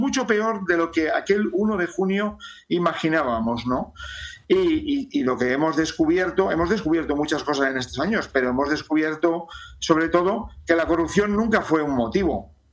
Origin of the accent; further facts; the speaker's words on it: Spain; somos muchos los españoles